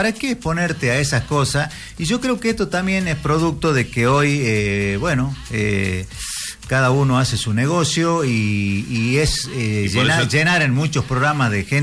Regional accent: Argentina

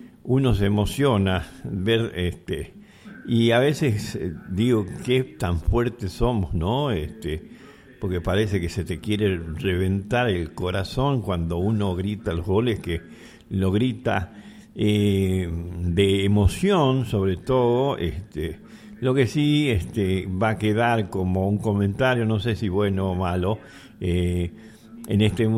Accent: Argentina; porque somos argentinos

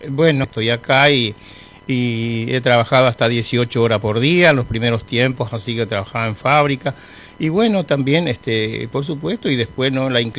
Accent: Argentina

